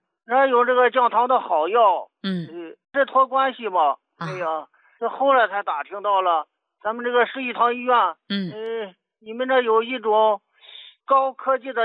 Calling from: Shijiazhuang, Hebei, China; 我是石家庄的患者。

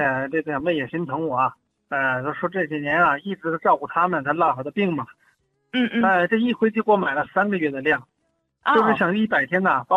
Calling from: Baotou, Inner Mongolia, China; 我是包头的。

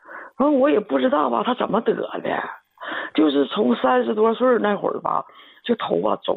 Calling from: Heilongjiang, China; 我是黑龙江的。

